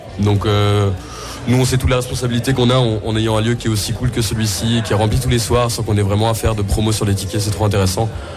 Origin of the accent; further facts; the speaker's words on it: Nancy, Grand Est, France; now in Brussels, Belgium; chez nous à Nancy